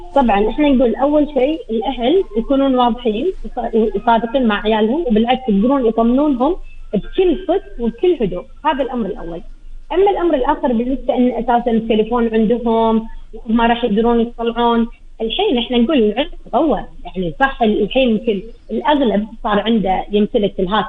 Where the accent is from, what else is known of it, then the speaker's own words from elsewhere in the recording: Kuwait; يحفظ ديرتنا الكويت